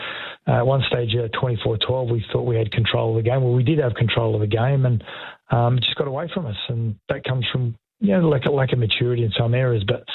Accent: Queensland, Australia; So there's every reason to be nervous as a Queenslander.

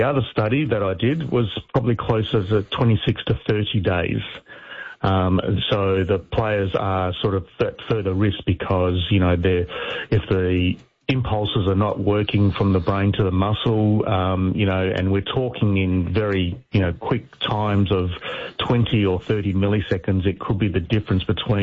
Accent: Perth, Western Australia, Australia; Well, I'm from Perth, so I have a soft spot for the West Coast Eagles.

